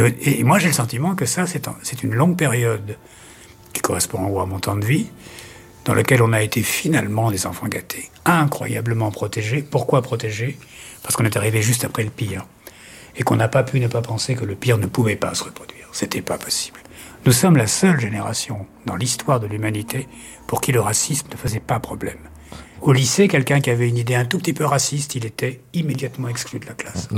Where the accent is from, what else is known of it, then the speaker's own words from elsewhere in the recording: Paris, Île-de-France, France; born there; Moi, je suis né à Paris. Moi, tout mon imaginaire, toutes mes émotions, mon ancrage